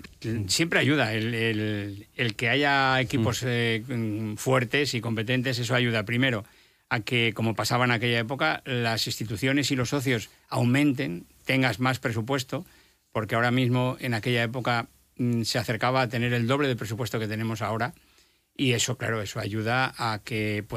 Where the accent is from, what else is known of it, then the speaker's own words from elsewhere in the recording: León, Castile and León, Spain; yo especialmente, que me considero leonés de verdad, bueno, de verdad, como todos los que hayan nacido aquí